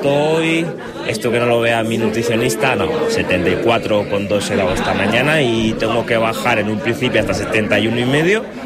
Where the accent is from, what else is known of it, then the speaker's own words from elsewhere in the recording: Bilbao, Basque Country, Spain; moved away as an adult; also born or lived in Mungia / Sondika / Castro Urdiales; now in Vitoria, Spain; Yo nací en Bilbao y me crié en San Fran, en el barrio de San Francisco. También estoy viviendo entre Munguía, Sondica, Castro Urdiales, pero yo soy de Bilbao, vaya.